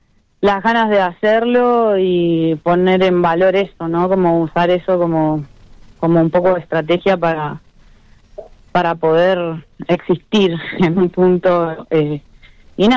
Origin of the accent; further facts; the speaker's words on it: Neuquén, Argentina; Nosotras somos de acá, de Neuquén Capital.